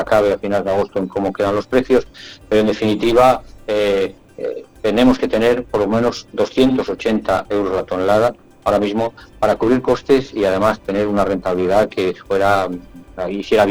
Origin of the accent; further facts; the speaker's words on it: Castile and León, Spain; cerealistas que somos de Castilla y León. La mayoría de nosotros, aunque somos ganaderos, también somos productores de cereales